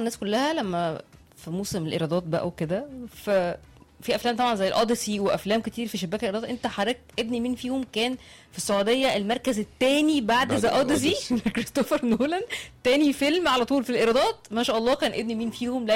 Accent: Egypt; وفخر لينا كمان كمصريين

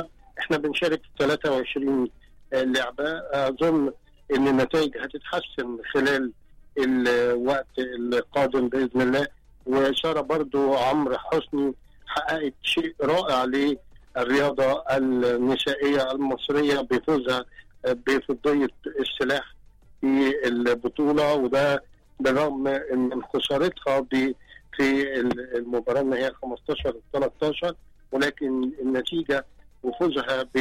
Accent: Egypt; إحنا مصريين

